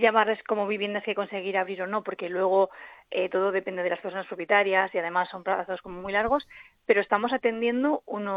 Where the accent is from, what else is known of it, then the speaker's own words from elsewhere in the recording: Torralba de los Sisones, Aragon, Spain; Reviviendo nace desde mi pueblo, que es Torralba de los Sisones, en Teruel, y estamos aquí, bueno, yo teletrabajo desde aquí